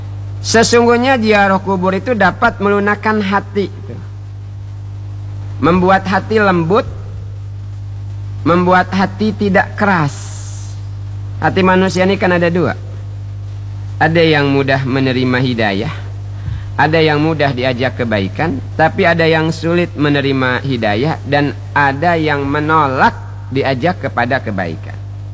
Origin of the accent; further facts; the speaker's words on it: Bangka Belitung Islands, Indonesia; kata kita orang Bangka.